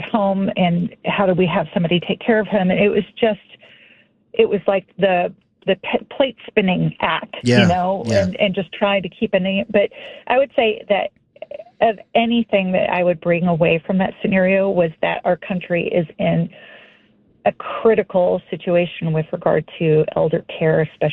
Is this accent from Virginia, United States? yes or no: no; Texas, United States; So I grew up in Texas